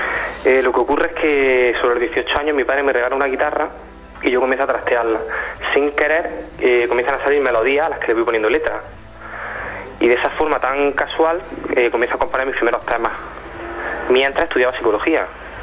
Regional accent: Fiñana, Andalusia, Spain; en mi pueblo natal, que es Fiñana.

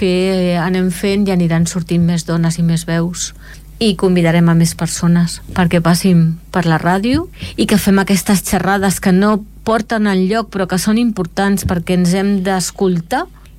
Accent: Esplugues de Llobregat, Catalonia, Spain; soc d'Esplugues

